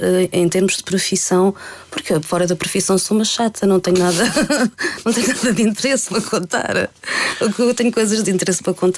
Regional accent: Lisbon, Portugal; born there; Eu nasci em Lisboa.

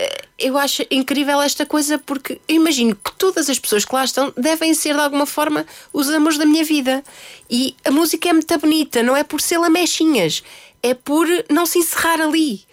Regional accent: Murça, Norte, Portugal; born or raised there; moved away

